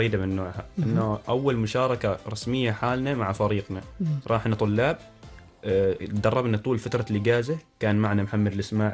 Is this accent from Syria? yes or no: no; Oman; حتى بعد ما عرفوا أن نحن عمانيين استقبلونا بشكل جدا جميل